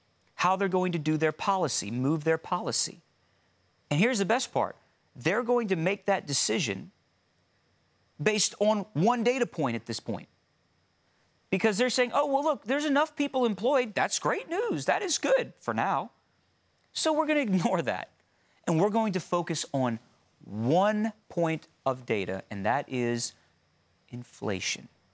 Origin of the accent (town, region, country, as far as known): United States